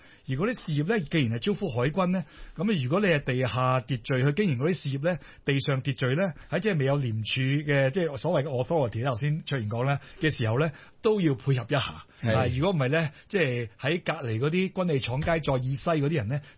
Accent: Hong Kong; 我哋喺洛克道長大嘅，咁成日喺洛克道左右咁樣行啦。

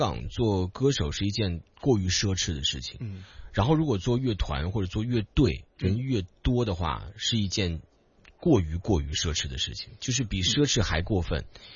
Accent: Beijing, China; moved away as an adult; now in Hong Kong; 我来这个城市已经有16年了，16、17年，就快超过我在我的老家北京生活的时长了

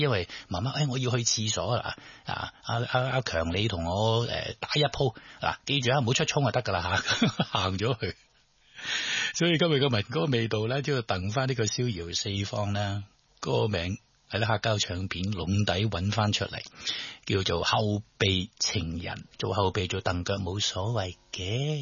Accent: Hong Kong; 我哋香港人

